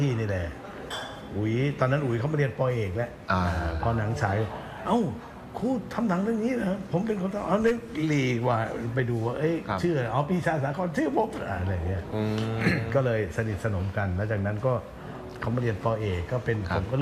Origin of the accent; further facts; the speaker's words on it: Isan, Thailand; เราก็เป็นคนอีสาน